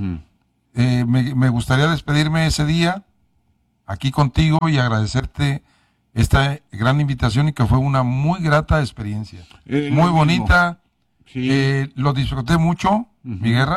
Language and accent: Spanish; Tepic, Nayarit, Mexico; Yo soy de Tepic.